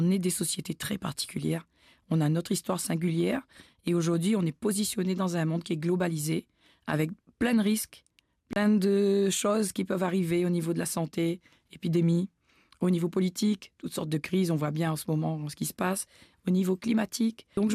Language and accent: French; Réunion; moved away; also born or lived in Malaysia; j'étais partie de la Réunion, puisque je suis réunionnaise, et j'ai travaillé ailleurs.